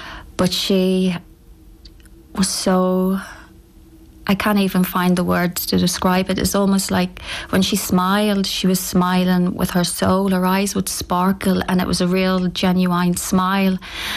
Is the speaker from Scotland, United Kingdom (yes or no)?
no; Lisnaskea, Northern Ireland, United Kingdom; moved away; we're originally from Lisnaskey